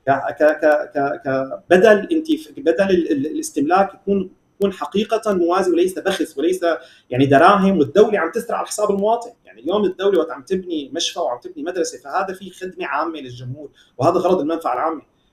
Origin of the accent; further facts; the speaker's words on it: Syria; نحن كسوريين